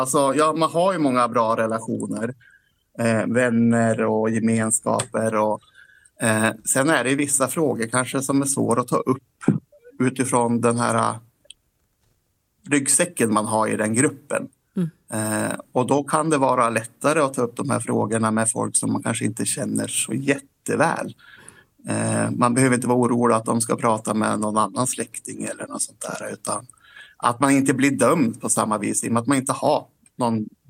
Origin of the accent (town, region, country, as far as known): Bjärme, Jämtland County, Sweden